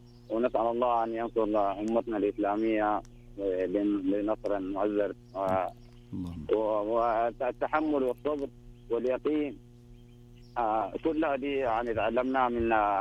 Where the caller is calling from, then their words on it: Arar, Northern Borders, Saudi Arabia; من عرعر، أنا من مدينة عرعر.